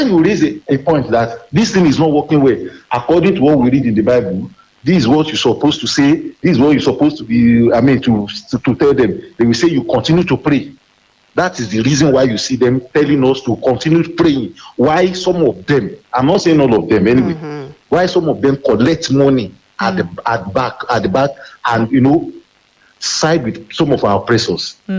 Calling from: Kubwa, Federal Capital Territory, Nigeria; from Kubwa.

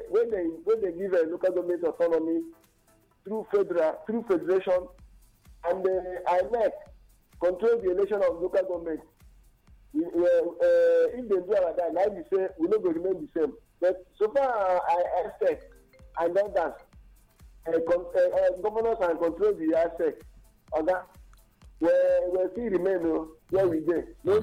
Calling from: Ebonyi, Nigeria; I'm calling from Ebonyi State.

